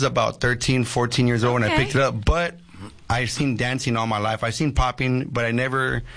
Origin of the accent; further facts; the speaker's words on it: Los Angeles, California, United States; I'm from Los Angeles, California.